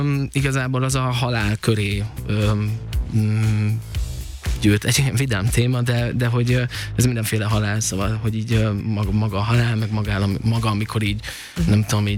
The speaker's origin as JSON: {"language": "Hungarian", "region": "Budapest", "country": "Hungary", "said": "Zuglóba, én zuglói vagyok, én nagyon sok helyen éltem életem során, és Zugló az a legfixebb, és ott lakom most már a legrégebb óta"}